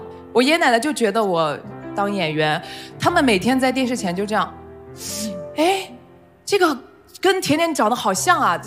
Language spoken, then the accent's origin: Chinese; Shihezi, Xinjiang, China; moved away as an adult; 对，我的家乡在新疆，是石河子。我爷爷奶奶其实都是山东人，他们是建设兵团去到了新疆